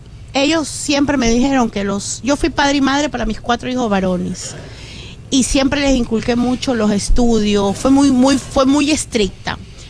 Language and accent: Spanish; Ecuador; moved away as an adult; now in United States; Yo fui maestra en mi país 20 años, okay, en un colegio de mucho prestigio en Ecuador.